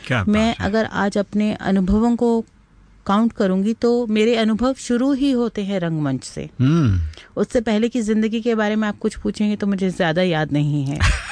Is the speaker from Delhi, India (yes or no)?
yes; Delhi, India; now in Mumbai, India; जी, मैं मूलतः दिल्ली से हूँ। मेरी स्कूली शिक्षा कॉलेज दिल्ली से हुआ है और रंगमंच से जुड़ाव भी मैंने दिल्ली से ही शुरू किया था।